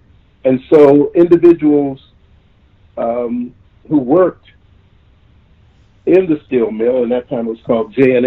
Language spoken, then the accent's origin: English; Aliquippa, Pennsylvania, United States; I was born and raised in a town called Aliquippa, Pennsylvania, which was about 14, 15 miles outside of Pittsburgh. And it was noted for as a steel mill town.